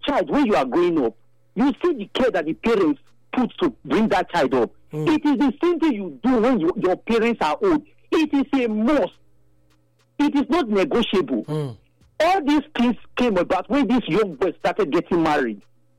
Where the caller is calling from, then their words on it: Benin City, Edo, Nigeria; I'm calling from Benin.